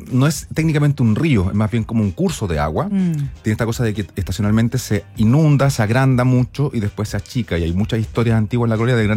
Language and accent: Spanish; Santiago, Santiago Metropolitan Region, Chile; Exacto, pero igual no nos interesa tanto como santiaguinos.